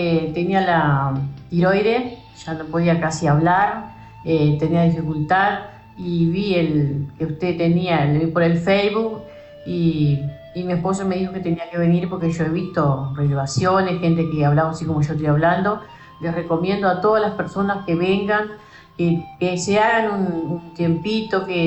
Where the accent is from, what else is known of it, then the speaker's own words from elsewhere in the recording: Villa Constitución, Salto, Uruguay; Soy de Constitución, Villa Constitución, Departamento de Salto.